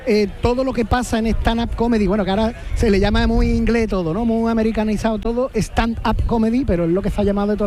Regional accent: Jerez de la Frontera, Andalusia, Spain; soy de Jerez de la Frontera, donde se comen las papas enteras.

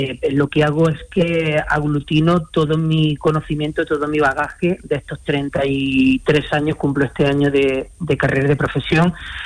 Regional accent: Granada, Andalusia, Spain; also born or lived in Madrid; bueno, pues yo he estado 27 años haciendo cultura y carrera en Madrid. Desde hace 4 años decidí volver a mi tierra. Así que tiene algo de regreso al territorio y me hace mucha ilusión porque, bueno, pues no solamente compartirlo con el público granadino

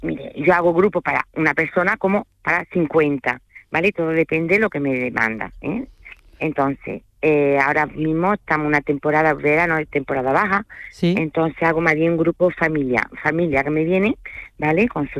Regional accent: France; Spanish is a second language

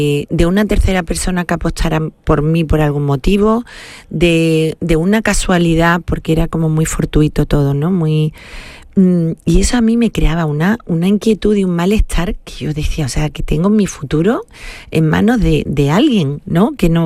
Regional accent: Seville, Andalusia, Spain; yo, amante de mi tierra, de mi gente, de mi familia, muy andaluza, muy sevillana, ¿sabes?

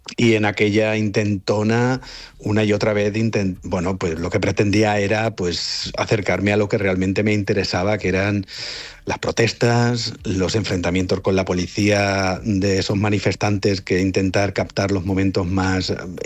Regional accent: Spain; porque somos españoles

